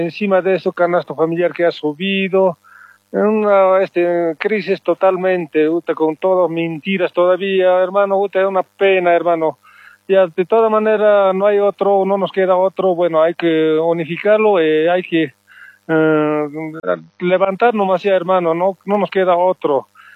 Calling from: Potosí, Bolivia; de Potosí.

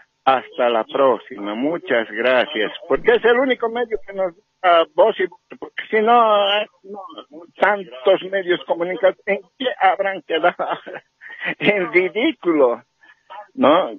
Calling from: Bolivia; yo como boliviano

